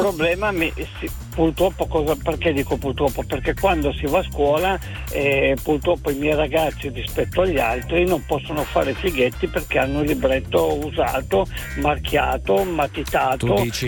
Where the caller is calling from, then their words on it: Settimo Torinese, Piedmont, Italy; Settimo Torinese, provincia di Torino.